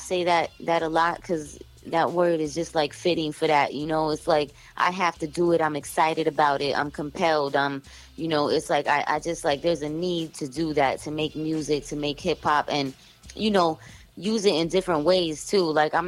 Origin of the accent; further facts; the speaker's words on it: New York City, New York, United States; Well, you know, I'm from Brooklyn, New York, but I've traveled a lot and I've lived in different situations